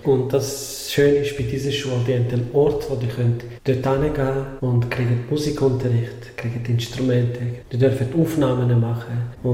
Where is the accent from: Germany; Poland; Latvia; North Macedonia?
North Macedonia; moved away as an adult; now in Zurich, Switzerland; ich bin bis 17 in Mazedonien aufgewachsen